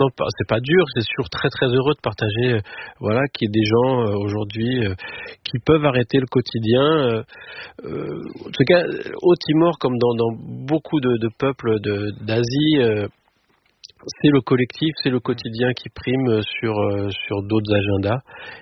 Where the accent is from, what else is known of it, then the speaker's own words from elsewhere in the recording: Paris, Île-de-France, France; Et en tant que petit parisien, j'ai l'impression que je n'aurais pas eu ma place à bord